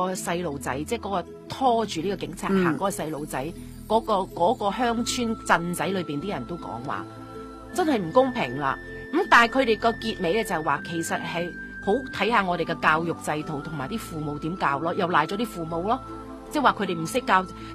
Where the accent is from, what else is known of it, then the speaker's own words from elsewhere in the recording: Singapore; born there; 然後佢翻我喺新加坡出世